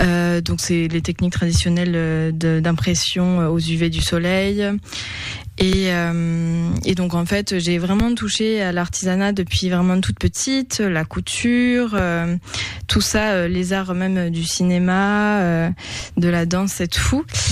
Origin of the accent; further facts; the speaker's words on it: French Polynesia; now in France; toute mon enfance en Polynésie